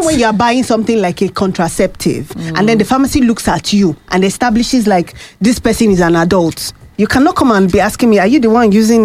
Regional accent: Nigeria; I am Nigerian. Ideally, Charity, when you come, I am Nigerian.

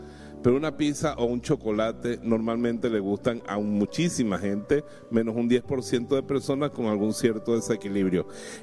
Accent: Bejuma, Carabobo, Venezuela; mi pueblo Bejuma era la antesala del cielo

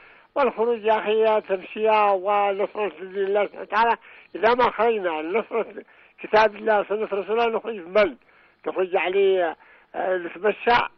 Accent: Yemen; ونحن يمنيين صلي ودخلنا الإسلام برسالة

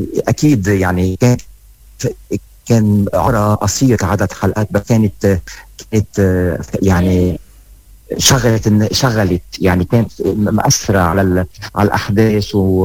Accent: Lebanon; نحن كلبنانيين وكناس من بلاد الشام حتى

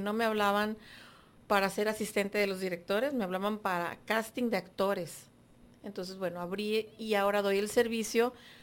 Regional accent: Guadalajara, Jalisco, Mexico; born there; Nací en Guadalajara.

